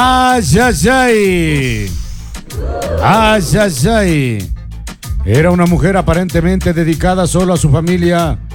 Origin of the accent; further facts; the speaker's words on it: Ecuador; Porque somos buenos ecuatorianos.